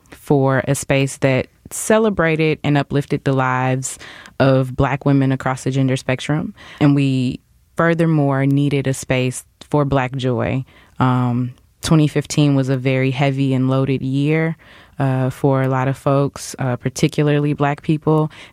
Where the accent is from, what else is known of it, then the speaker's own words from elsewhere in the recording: Chicago, Illinois, United States; moved away; also born or lived in St. Louis, Missouri / Tampa, Florida; I'm from the west side of Chicago, North Lawndale to be exact. I didn't live here my whole life. I actually lived in St. Louis for 3 years and Tampa, Florida for 8. And I moved back here about 8 years ago.